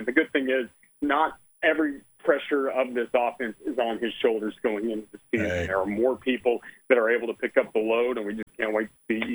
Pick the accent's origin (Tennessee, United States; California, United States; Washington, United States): Tennessee, United States; growing up in East Tennessee